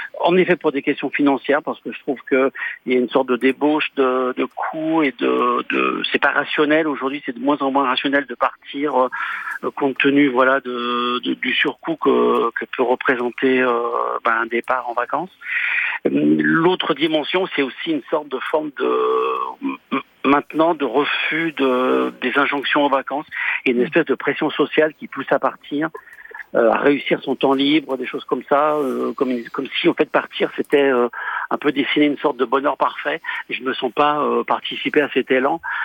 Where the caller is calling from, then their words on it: Lyon, Auvergne-Rhône-Alpes, France; J'appelle de Lyon.